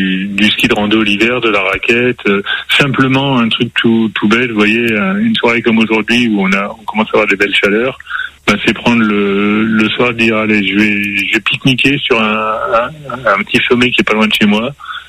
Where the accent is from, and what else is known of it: Hauts-de-France, France; moved away